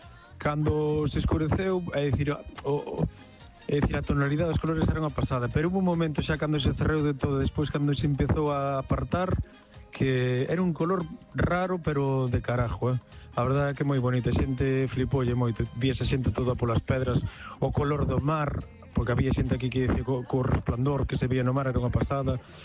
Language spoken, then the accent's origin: Galician; Illa de Arousa, Galicia, Spain; Son alguien da Arousa. Eu, evidentemente, pois, na nosa zona, estuve aí en Punta Cabalo, na illa da Arousa.